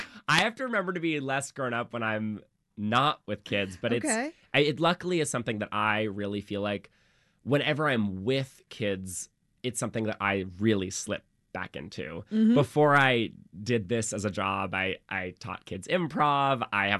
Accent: New York City, New York, United States; I was raised by three lesbian moms and two gay dads. I had a big queer family. I was raised in Brooklyn.

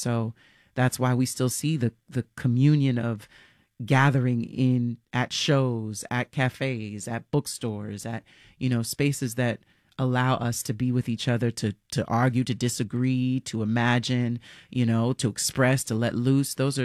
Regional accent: New York, United States; I mean, of course, like growing up in New York and being able to perform.

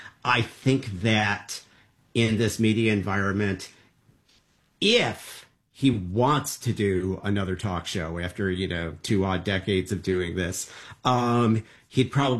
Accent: Monroe, Michigan, United States; moved away; I'm from Monroe, Michigan.

